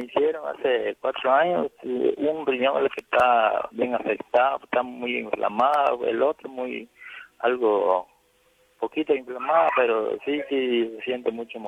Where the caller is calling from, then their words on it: Suchitepéquez, Guatemala; Guatemala, hermano, Guatemala, en el departamento de Suchitepeque.